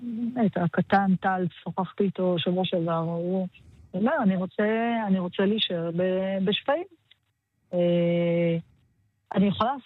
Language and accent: Hebrew; Southern District, Israel; moved away as an adult; הדרום והעוטף, שם נולדתי, גדלתי, כמה משפחה